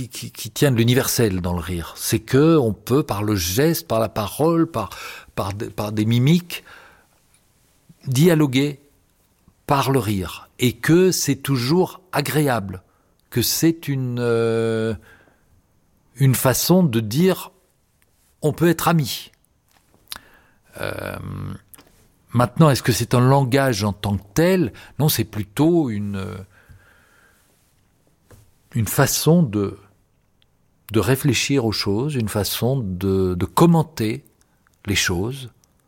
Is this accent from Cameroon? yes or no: no; France; Je veux dire, en France, qu'est-ce qu'on en a à foutre de la francophonie ? Non, on est français, monsieur.